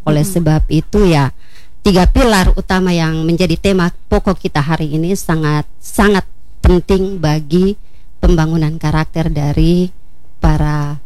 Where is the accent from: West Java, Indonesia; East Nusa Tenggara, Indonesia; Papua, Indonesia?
East Nusa Tenggara, Indonesia; Malaka; khususnya yang di Malaka dulu ya, karena saya dari Malaka.